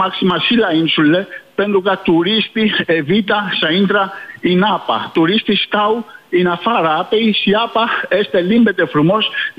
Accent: Greece

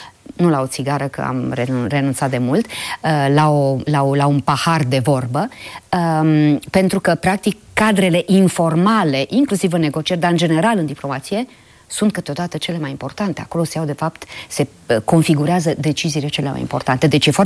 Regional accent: Transylvania, Romania; preceptul consacrat la noi acasă în Ardeal: fă rai din ce ai.

